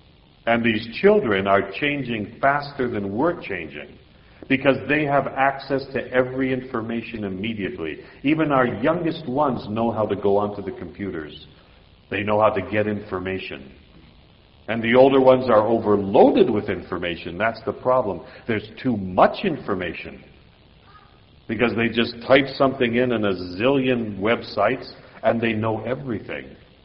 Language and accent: English; England, United Kingdom; Because I thought to myself, you know, I'm English, I can think different things.